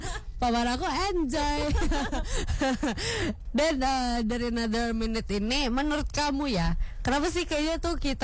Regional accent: Ambon, Maluku, Indonesia; Aku juga karena aku orang Ambon.

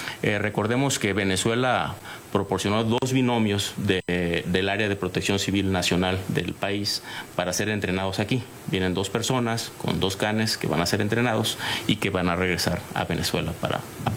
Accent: Mexico; es un orgullo, como mexicanos, como mexicanas, la oportunidad de estar en suelo extranjero

